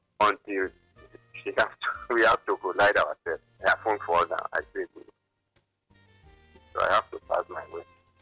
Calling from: Nigeria; I'm calling from Atapa.

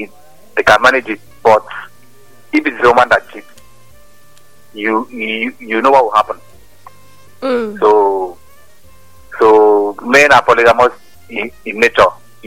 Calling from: Calabar, Cross River, Nigeria; I'm coming from Calabar.

